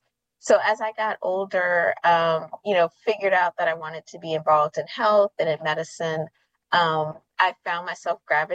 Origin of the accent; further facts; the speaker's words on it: St. Mary's County, Maryland, United States; I grew up in St. Mary's County, but work here at Howard University.